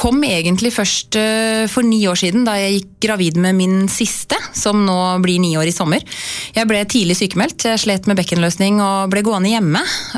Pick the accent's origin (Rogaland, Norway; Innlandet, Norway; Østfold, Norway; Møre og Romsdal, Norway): Østfold, Norway; Fredrikstad; born there; also born or lived in Sarpsborg; Jeg egentlig er født i Fredrikstad og bodde der til jeg var 10. Og så havna jeg over på andre siden av Rollsøybrua. Jeg har bodd rett på hver sin side av brua egentlig, mesteparten av livet mitt.